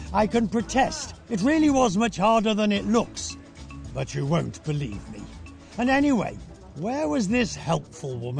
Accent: United Kingdom; After all, I'm British.

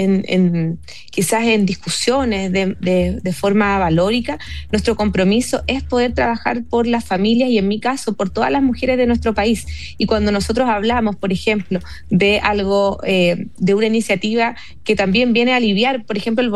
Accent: Chile

